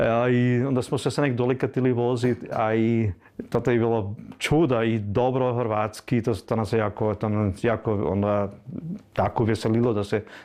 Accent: Burgenland, Austria; accent: Burgenland Croatian; first language Burgenland Croatian; Kako dugo ćemo mi još govoriti hrvatski kod nas u Gradišću.

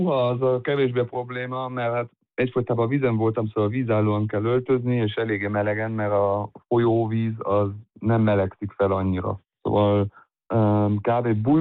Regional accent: Innsbruck, Tyrol, Austria; két szülőm az magyar, az egész családom ott lakik Magyarországon, egy pár kivétellel, és ja, de hát ide születtem Innsbruckba, itt nőttem fel, szóval az egész életemet majdnem itt laktam

